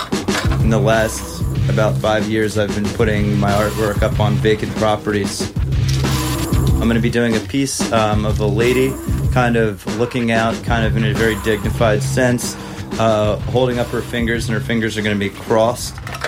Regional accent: Baltimore, Maryland, United States; I'm from Baltimore. I, like, love my city and rep it to the death, but at the same time, like, I'm a white boy in a black neighborhood.

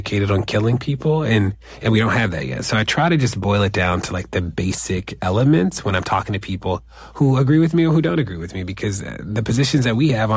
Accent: Baltimore, Maryland, United States; I grew up in Baltimore.

